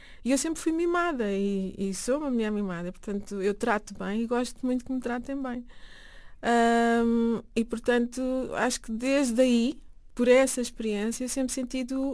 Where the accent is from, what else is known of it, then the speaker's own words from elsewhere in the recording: Lisbon, Portugal; born there; eu nasci em Lisboa. Meu pai veio para cá adolescente